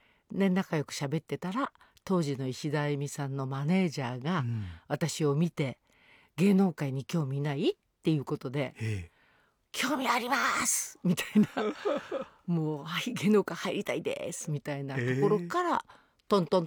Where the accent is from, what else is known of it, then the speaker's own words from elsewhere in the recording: Tokai, Aichi, Japan; 今は東海市ですけど、はい、昔は知多郡横須賀町という、はいはい、長い住所ですけども、はい、愛知県の